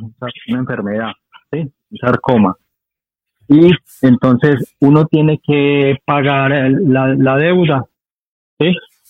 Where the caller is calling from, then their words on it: Madrid, Community of Madrid, Spain; de Madrid.